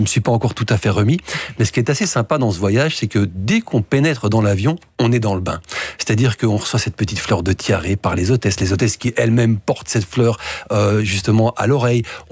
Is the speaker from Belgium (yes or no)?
yes; Belgium; chez nous en Belgique.